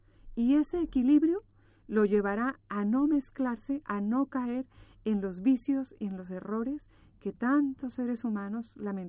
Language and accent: Spanish; Colombia; moved away as an adult; now in Barcelona, Spain; Sí, yo soy colombiana. Y hace 5 años vivo en Barcelona y soy madre de 3 niños